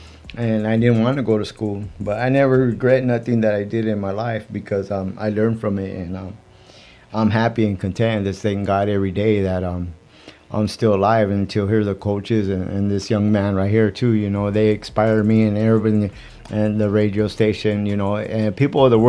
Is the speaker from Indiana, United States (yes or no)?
no; San Bernardino, California, United States; I'm from San Bernardino too. I grew up out here, and I grew up on 7th, all over on Home Street, all over the place, 14, Stoners.